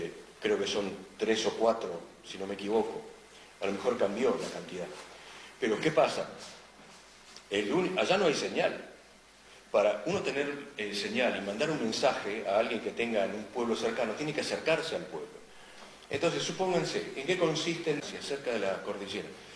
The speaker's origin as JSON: {"language": "Spanish", "region": "Patagonia", "country": "Argentina", "said": "Sí, yo soy patagónico, le digo."}